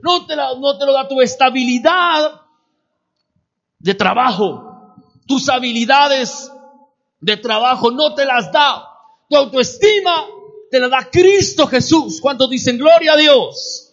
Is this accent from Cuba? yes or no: no; Guatemala; Porque pues así somos aquí algunos guatemaltecos, pequeños.